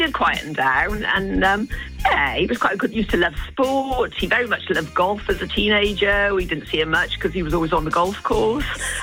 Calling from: Wales, United Kingdom; We're from South Wales.

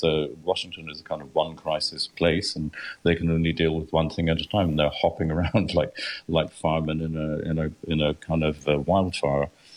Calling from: Lebanon; And I'm talking from Lebanon, and the same stuff is going on here.

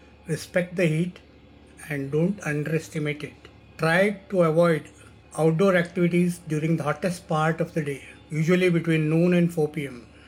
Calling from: Hubli, Karnataka, India; I am speaking from Hubli, Dharwad in Karnataka.

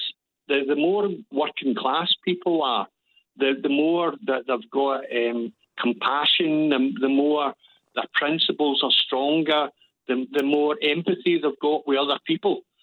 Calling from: Glasgow, Scotland, United Kingdom; I'm a Glaswegian and I can speak to other Glaswegians.

